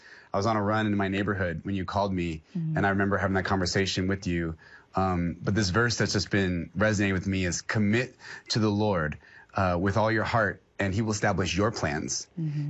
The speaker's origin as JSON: {"language": "English", "town": "Los Angeles", "region": "California", "country": "United States", "said": "I'm from Los Angeles, California."}